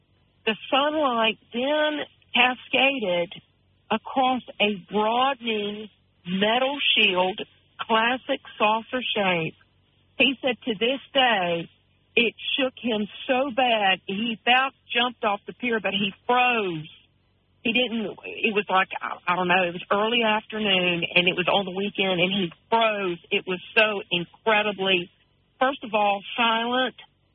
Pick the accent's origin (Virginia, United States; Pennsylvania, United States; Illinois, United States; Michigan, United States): Virginia, United States